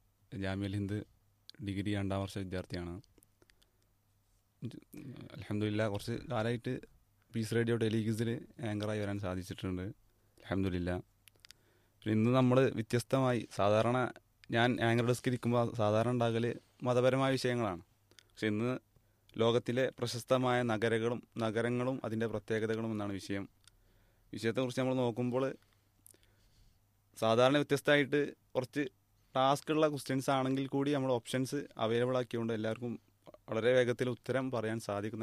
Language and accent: Malayalam; Padapparamba, Kerala, India; മലപ്പുറം ജില്ലയിലെ മങ്കട, ഏകദേശം എൻ്റെ നാടിൻ്റെ അടുത്തൊക്കെ തന്നെയാണ്. ഞാൻ പടപ്പറമ്പാണ്.